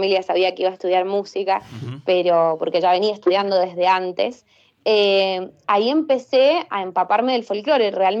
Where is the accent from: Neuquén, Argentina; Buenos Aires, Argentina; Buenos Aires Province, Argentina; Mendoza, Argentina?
Mendoza, Argentina; siempre que estoy más de 3 meses ya quiero volver a mi tierra.